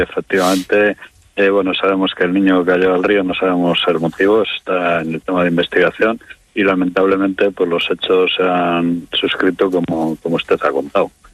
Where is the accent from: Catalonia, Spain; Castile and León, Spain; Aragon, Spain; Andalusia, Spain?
Castile and León, Spain; Venta de Baños; born there; Yo, mira, soy nacido aquí en Venta de Baños, sí.